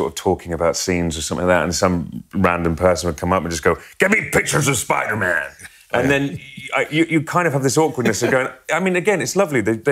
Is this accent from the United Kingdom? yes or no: yes; South West England, United Kingdom; moved away; I mean, I grew up in the West Country where there wasn't a massive theatre scene